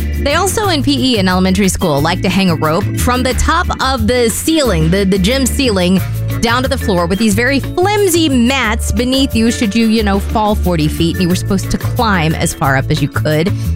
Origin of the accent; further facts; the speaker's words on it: Texas, United States; it is worth noting that I grew up in Texas, and we spent an entire 6 weeks learning to square dance.